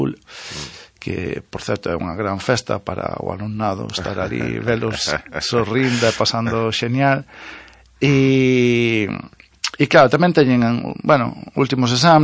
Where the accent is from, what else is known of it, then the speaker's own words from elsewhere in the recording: Couto, Galicia, Spain; porque, bueno, son do Couto, para que non o sepa, e na asociación do Couto, pues, sempre houve, bueno, clases de tradi. E eu nacín con eso, cando tiña 6, 7 anos xa empecé a tocar.